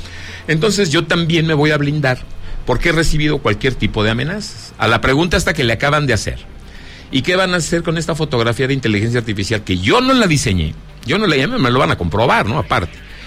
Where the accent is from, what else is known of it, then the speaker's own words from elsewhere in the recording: Zacatecas, Mexico; en mi programa, en Sonido Estrella, en mi tierra Zacatecas